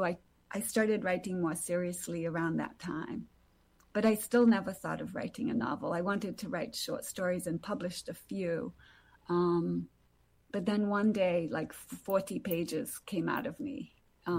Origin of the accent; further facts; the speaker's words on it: Brazil; I think growing up in Brazil, which is a country full of inequalities, the stark